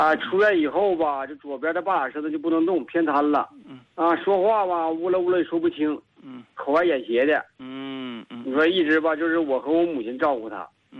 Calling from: Jiaohe, Jilin, China; 我是吉林蛟河的一个患者家属。

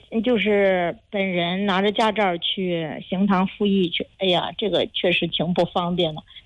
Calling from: Shijiazhuang, Hebei, China; 我是石家庄的呀。

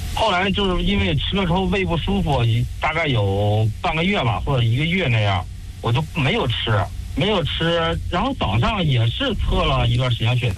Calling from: Shijiazhuang, Hebei, China; 我是石家庄的听众。

